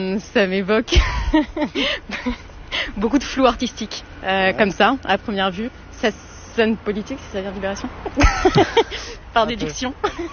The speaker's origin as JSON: {"language": "French", "town": "Paris", "region": "Île-de-France", "country": "France", "said": "Alors, je viens de Paris, moi, et là, je vais enfin en vacances et je vais dans les Baléares."}